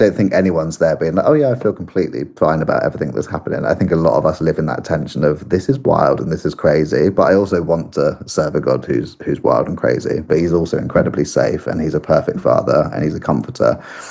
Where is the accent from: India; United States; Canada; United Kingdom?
United Kingdom; as a British cultured people